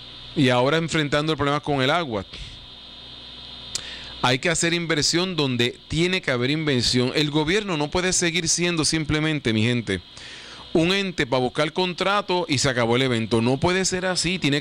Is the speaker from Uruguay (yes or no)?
no; Puerto Rico; en nuestra isla, somos una islita, no hay para dónde ir. Una islita pequeña, rodeado de agua de todos lados.